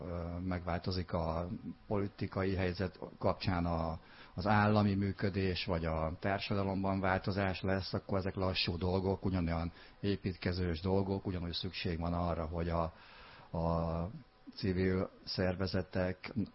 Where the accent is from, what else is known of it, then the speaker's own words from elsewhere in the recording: Pécs, Baranya, Hungary; egyelőre így nem érzem ezt másnak, mint egy választópolgár, vagy egy pécsi ember.